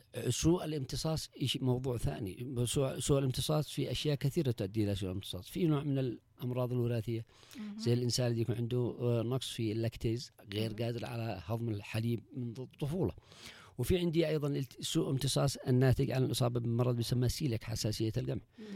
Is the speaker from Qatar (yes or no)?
no; Yemen; عندنا في اليمن